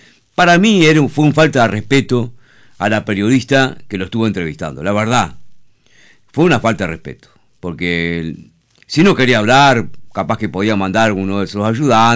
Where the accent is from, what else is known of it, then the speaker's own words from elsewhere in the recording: Uruguay; yo del interior, me dio lástima a la chiquilina que estaba entrevistando al técnico de la selección uruguaya. Pero además, como uruguayo